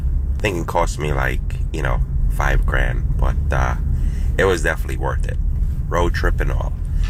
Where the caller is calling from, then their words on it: New York City, New York, United States; from NYC.